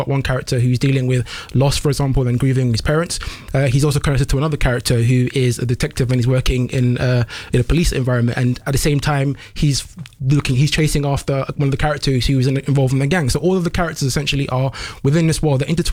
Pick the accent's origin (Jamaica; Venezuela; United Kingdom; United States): United Kingdom; London; when I was growing up in London